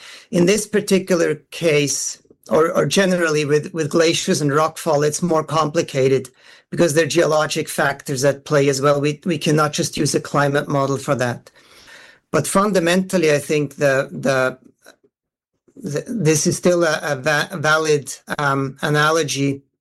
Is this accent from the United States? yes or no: no; Switzerland; I come from Switzerland, and I follow the news there